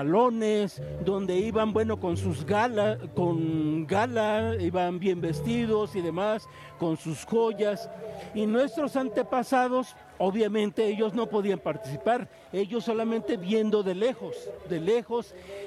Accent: Tepoztlán, Morelos, Mexico; yo soy originario de Tepoztlán, Morelos, y ese es el traje típico de mi pueblo, es el de los chinelos.

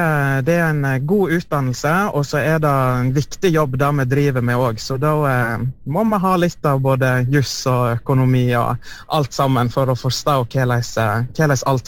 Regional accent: Solvorn, Vestland, Norway; now in Bergen, Norway; jeg er fra Solvorn og fra Sogn

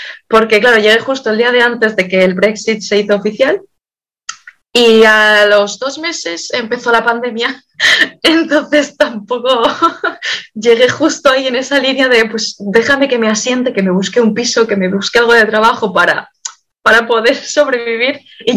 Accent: Spain; moved away; ahora porque yo soy de España y me he mudado aquí, entonces estás un poco pendiente, ¿no? De España, de cómo está la cosa allí, la familia, los amigos.

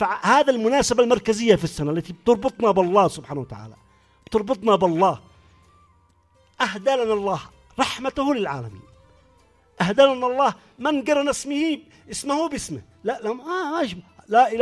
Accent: Yemen; واحنا يمنيين

